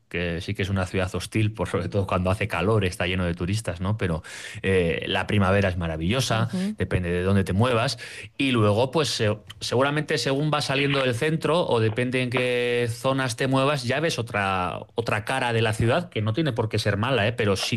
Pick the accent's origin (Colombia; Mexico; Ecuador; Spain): Spain; Irún, Basque Country; now in Paris, France; un croissant seguramente sea más barato en París que en Irún, por ejemplo, ¿no? Que yo, que soy de Irún.